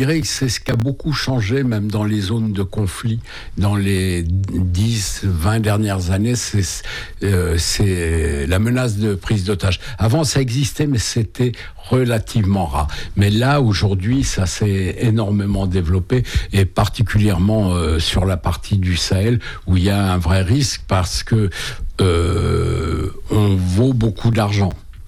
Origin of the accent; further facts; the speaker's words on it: France; pour moi en tant que Français